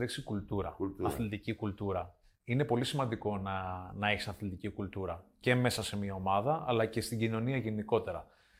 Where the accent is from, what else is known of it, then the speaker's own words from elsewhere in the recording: Greece; είμαι προφανώς αντίθετος ως Έλληνας